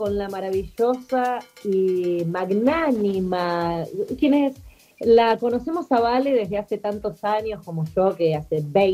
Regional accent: Buenos Aires, Argentina; somos mujeres de la Ciudad Autónoma de Buenos Aires

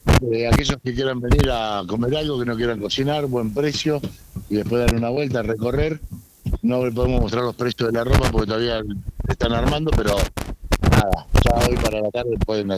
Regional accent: Villa Gesell, Buenos Aires Province, Argentina; Sí, de Gesell.

